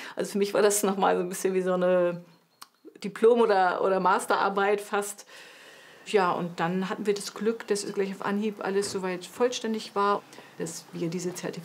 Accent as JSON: {"language": "German", "region": "Mecklenburg-Vorpommern", "country": "Germany", "said": "ich bin Mecklenburgerin und trotzdem bin ich immer noch so voller Demut"}